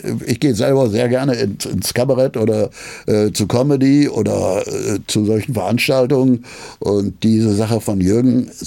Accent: Osnabrück, Lower Saxony, Germany; accent: between Hamburg and Ruhr area; now in Berlin, Germany; Ich komme ursprünglich aus Osnabrück. Osnabrück, das ist so, wenn man von Berlin nach Amsterdam fährt, halbe Strecke. Da ist Osnabrück, ist schon fast an der Nähe zur holländischen Grenze

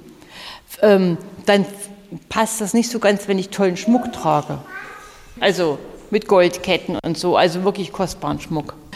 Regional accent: Nordhausen, Thuringia, Germany; Ich habe noch 3 Brüder und ich bin in Nordhausen groß geworden, hier in Thüringen, am Fuße des Harzes. Meine Eltern waren katholisch.

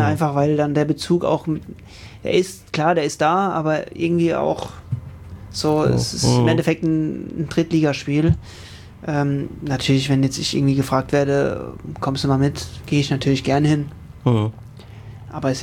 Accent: Rhineland-Palatinate, Germany

